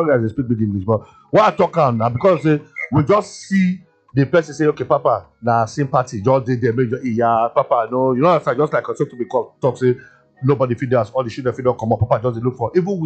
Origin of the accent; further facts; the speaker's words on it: Jos, Plateau, Nigeria; say I come from Jos, but I don't let that just my ear fool.